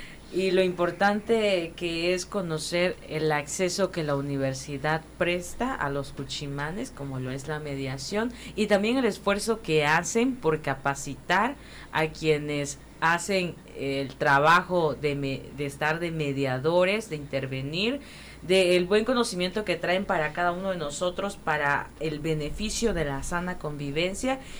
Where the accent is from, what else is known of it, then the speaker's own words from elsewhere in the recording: Tabasco, Mexico; somos tabasqueños